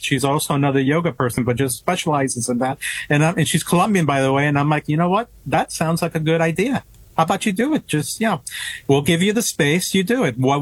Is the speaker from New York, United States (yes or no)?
yes; New York City, New York, United States; also born or lived in Tuxedo